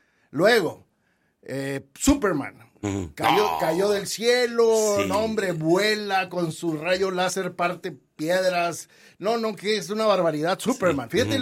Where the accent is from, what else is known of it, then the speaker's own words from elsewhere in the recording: Mexico; yo no reniego de ser mexicano, orgulloso mexicano